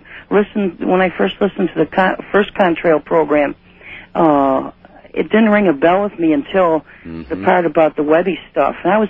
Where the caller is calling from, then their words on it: Buffalo, New York, United States; from nearby Buffalo, New York.